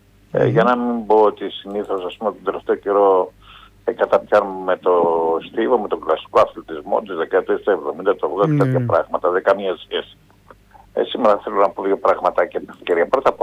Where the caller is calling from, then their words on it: Keratsini, Attica, Greece; από το Κερατσίνη.